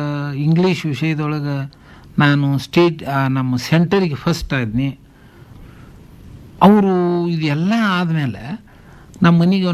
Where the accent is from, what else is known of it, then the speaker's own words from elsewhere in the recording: Banahatti, Karnataka, India; ನಮಗೆ ನಮ್ಮ ಊರು ಬನಟ್ಟಿ ಸಣ್ಣದು